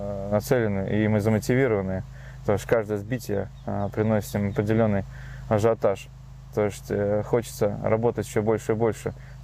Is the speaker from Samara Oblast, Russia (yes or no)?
yes; Samara, Samara Oblast, Russia; Родом сам Самара.